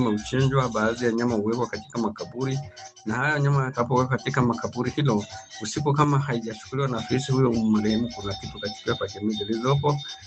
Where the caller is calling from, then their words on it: Manyara, Tanzania; kutoka Haita, Manyara, Tanzania.